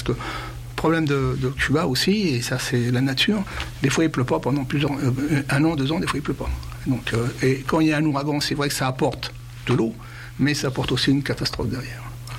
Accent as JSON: {"language": "French", "country": "France", "said": "comme chez nous en France"}